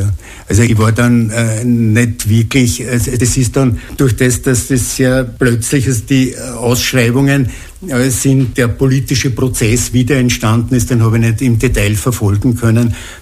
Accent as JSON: {"language": "German", "town": "Krems", "region": "Lower Austria", "country": "Austria", "tie": "born there", "moved": "yes", "said": "Ich bin aber gebürtiger Kremser, und mein Herzblut liegt eher bei Krems wie St. Pölten"}